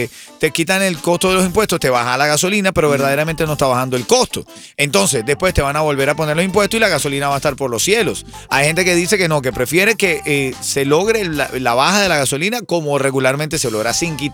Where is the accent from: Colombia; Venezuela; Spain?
Venezuela